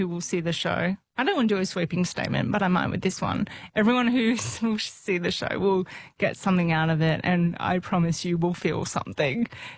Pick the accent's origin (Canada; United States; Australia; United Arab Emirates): Australia; Queensland; And I'm a Queenslander at heart. What do they say? You can take the girl out of Queensland, but you can't take Queensland out of the girl.